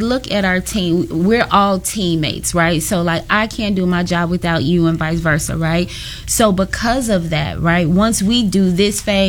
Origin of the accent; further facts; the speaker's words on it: Inglewood, California, United States; I am born and raised in Inglewood